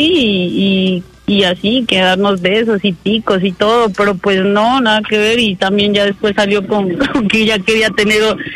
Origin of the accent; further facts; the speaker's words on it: Sibundoy, Putumayo, Colombia; Yo soy del Putumayo, de Sibundoy.